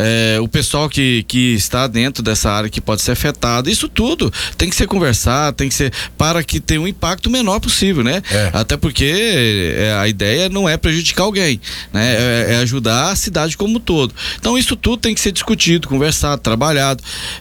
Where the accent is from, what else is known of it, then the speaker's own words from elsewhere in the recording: Anápolis, Goiás, Brazil; eu sou da cidade de Anápolis, né?